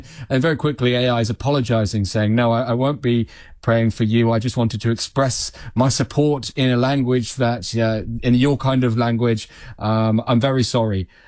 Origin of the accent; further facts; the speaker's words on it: United Kingdom; because I'm British